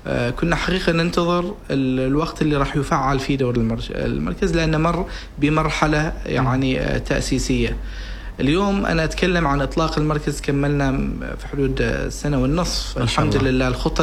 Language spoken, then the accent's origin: Arabic; Oman